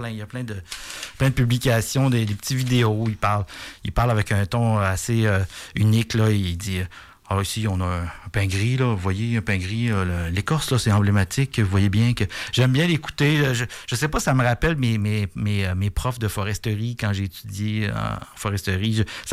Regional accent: Saint-Ferdinand, Quebec, Canada; moved away; Je viens de Saint-Ferdinand

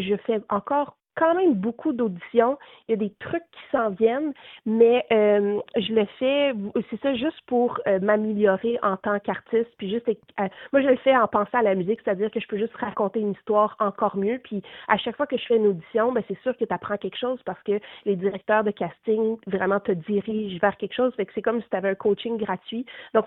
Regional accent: Ottawa, Ontario, Canada; j'étais née à Ottawa puis j'ai grandi à Ottawa

